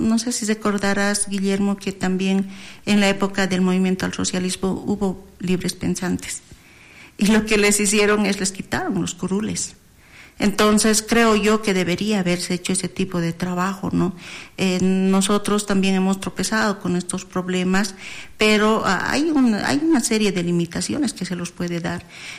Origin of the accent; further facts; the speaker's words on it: Bolivia; nosotros estamos sumidos como bolivianos.